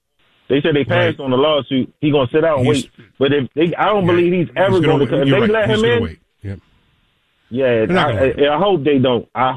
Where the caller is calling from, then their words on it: Baltimore, Maryland, United States; I'm from Baltimore